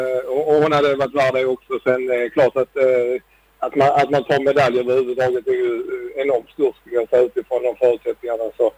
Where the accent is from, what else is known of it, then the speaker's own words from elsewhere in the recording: Sweden; beachvolleybollen är ju nu som svensk, det är ju något som vi verkligen får värna om